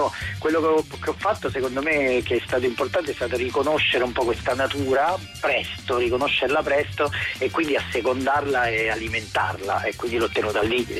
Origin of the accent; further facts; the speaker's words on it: Caserta, Campania, Italy; Io che sono di Caserta ma che comunque in napoletano non avevo di fatto mai scritto